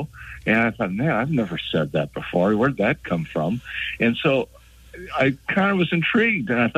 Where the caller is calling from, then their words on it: Fargo, North Dakota, United States; up in Fargo, North Dakota, Frosty Fargo.